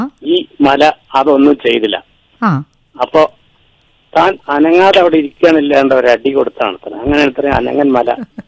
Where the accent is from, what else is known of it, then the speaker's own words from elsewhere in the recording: Kothakurissi, Kerala, India; ഞാൻ കോതകുറിശ്ശി എന്ന സ്ഥലത്തു നിന്നാണ്.